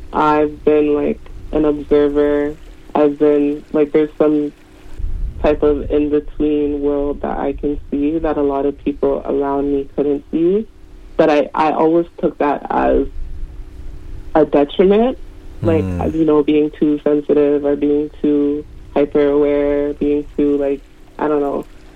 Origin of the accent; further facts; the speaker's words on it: Toronto, Ontario, Canada; I'm from Toronto, like, I'm from the West End of Toronto. I grew up in, like, near Jane and Finch.